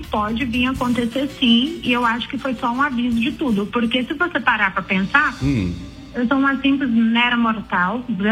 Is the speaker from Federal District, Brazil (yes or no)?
yes; Brasília, Federal District, Brazil; born there; now in Balneário Camboriú, Brazil; Eu nasci em Brasília, no Distrito Federal.